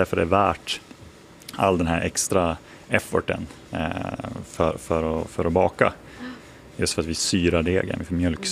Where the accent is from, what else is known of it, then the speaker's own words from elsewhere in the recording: Umeå, Västerbotten County, Sweden; moved away; Jag kommer från Umeå uppe i norr.